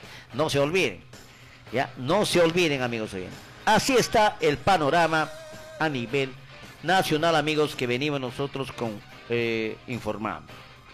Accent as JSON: {"language": "Spanish", "country": "Peru", "said": "Y como peruano"}